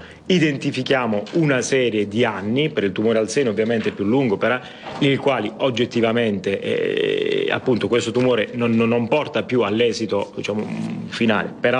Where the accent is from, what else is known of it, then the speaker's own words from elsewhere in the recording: Bari, Apulia, Italy; accent: southern, Bari; come capirete dal mio accento di cui sono orgoglioso, sono meridionale barese